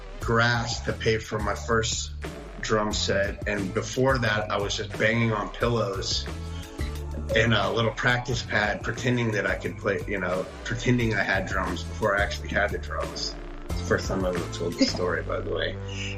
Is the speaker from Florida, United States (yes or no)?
yes; Jacksonville, Florida, United States; I grew up in Jacksonville, Florida. Life was, it's a pretty interesting town there. It was a smaller town that's trying to be a big city.